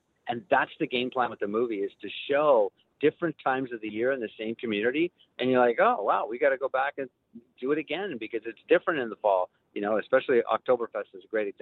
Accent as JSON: {"language": "English", "country": "Canada", "said": "being Canadian as I am"}